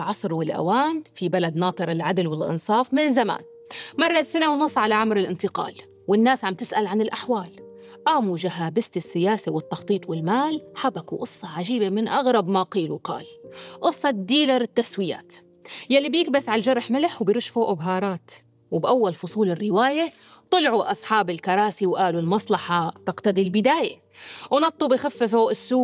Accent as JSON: {"language": "Arabic", "country": "Syria", "said": "كلنا كسوريين"}